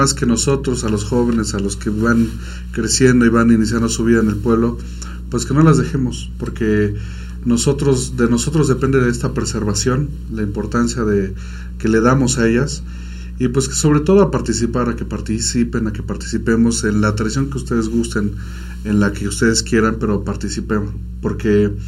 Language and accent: Spanish; Mexico